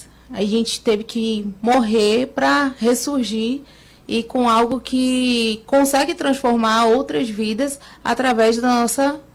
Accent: Vitória da Conquista, Bahia, Brazil; Eu sou de Vitória da Conquista, por isso que o nome ele é sugestivo.

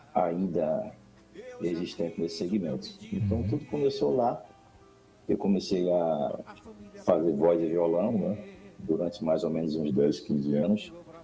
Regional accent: Brazil; Eu sou natural da cidade de Vitória, São Cantão, aqui pertinho, na Zona da Mata.

